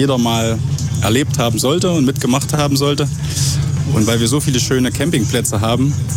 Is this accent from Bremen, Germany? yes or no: no; Thuringia, Germany